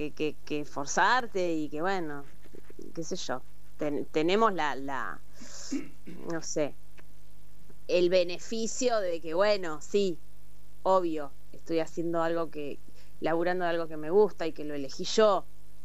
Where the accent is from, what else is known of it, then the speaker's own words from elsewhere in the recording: Tandil, Buenos Aires Province, Argentina; No. Yo nací en Tandil.